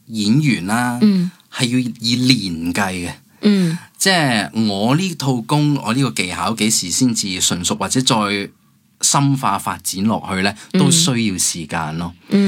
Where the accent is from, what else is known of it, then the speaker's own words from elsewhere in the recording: Hong Kong; moved away as an adult; also born or lived in United Kingdom; 当然我灵魂是很欧洲但是香港是我土生土长的地方、是我成长的地方、初次接触戏剧以前在学校参加剧社、就是香港、当然我在英国受了 training